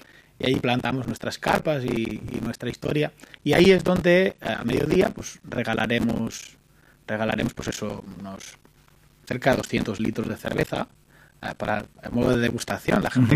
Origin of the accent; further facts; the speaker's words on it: Levante, Spain; now in Pontevedra, Spain; me recordó un poco a las tierras de donde vengo, ¿no? De allí de Levante